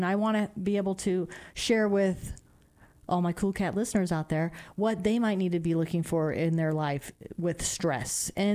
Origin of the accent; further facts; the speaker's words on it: Nevada, United States; now in New Mexico, United States; In my home state where I have family in Nevada, up by Reno, northern Nevada